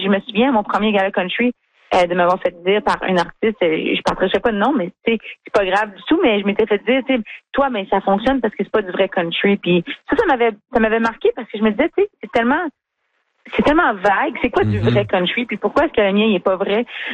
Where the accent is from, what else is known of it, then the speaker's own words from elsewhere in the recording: Casselman, Ontario, Canada; Parce que, tu sais, je viens de Castleman en Ontario.